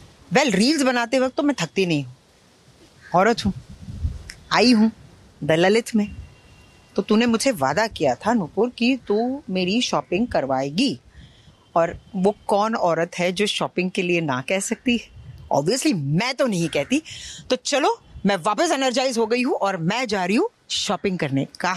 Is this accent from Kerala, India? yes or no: yes; Kerala, India; moved away; मैं केरला से बिलोंग करती हूँ